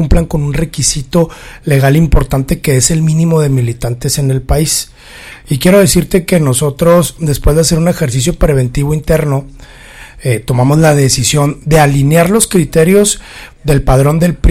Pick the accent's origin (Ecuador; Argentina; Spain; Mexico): Mexico; Chihuahua; a quienes somos chihuahuenses